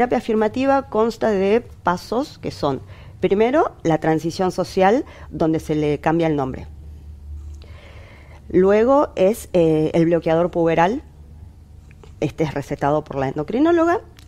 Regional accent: Buenos Aires Province, Argentina; como yo soy de Zona Sur.

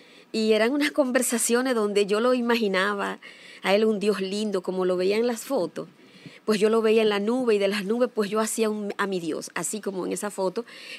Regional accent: San Francisco de Macorís, Duarte, Dominican Republic; born there; now in Santo Domingo, Dominican Republic; Nací en San Francisco de Macorís y inicié mis estudios primarios en San Francisco.

